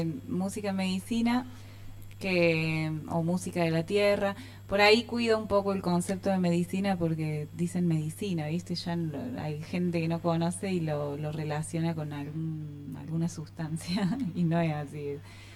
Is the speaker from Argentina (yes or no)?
yes; Córdoba, Argentina; moved away as an adult; now in San Marcos Sierras, Argentina; Vengo de Córdoba capital, estuve viajando un tiempo, hasta que bueno, cuando volví de viaje quise volver a la capital, a Córdoba capital, y nunca más pude vivir en una ciudad